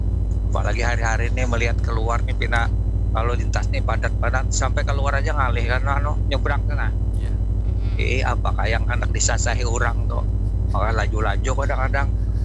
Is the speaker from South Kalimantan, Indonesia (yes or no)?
yes; South Kalimantan, Indonesia; kita nih sebagai orang muslim nih lah ditakdirkan sebagai orang muslim di Benua Banjar nih.